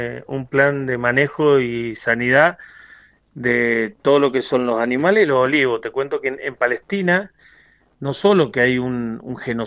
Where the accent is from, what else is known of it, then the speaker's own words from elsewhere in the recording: Mendoza, Argentina; Nosotros lo conocemos porque somos mendocinos